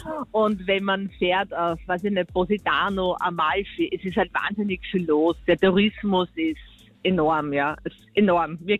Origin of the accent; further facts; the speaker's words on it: Vienna, Austria; now in Carinthia, Austria; Nein, aus Wien.